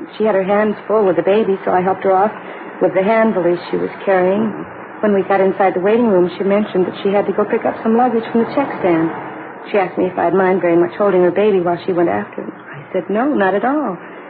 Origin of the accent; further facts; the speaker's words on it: Cincinnati, Ohio, United States; I'm from Cincinnati. I got on the bus there and then went down to Dallas.